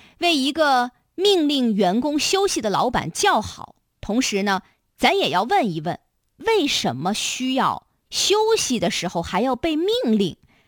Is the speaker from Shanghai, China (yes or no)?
no; Shanxi, China; moved away; 我的老家山西啊